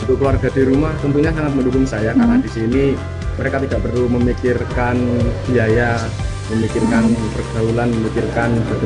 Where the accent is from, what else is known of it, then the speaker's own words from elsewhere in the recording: Pacitan, East Java, Indonesia; Perkenalkan … asal saya dari Kota Pacitan, Kecamatan Arjosari, Desa Karangrejo.